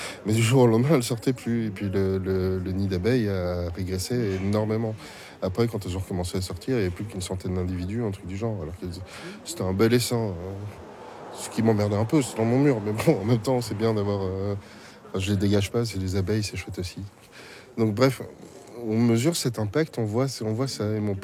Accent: Madagascar; J'ai grandi aussi à Madagascar. À Madagascar, il y a eu des moments de pollution extrême à certains endroits

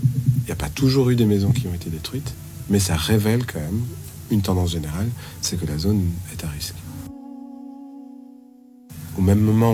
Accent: Belgium; pas si loin de chez nous, en Belgique

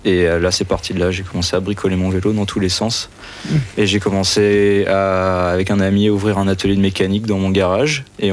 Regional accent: France; moved away as an adult; now in Belgium; Non, je suis français.

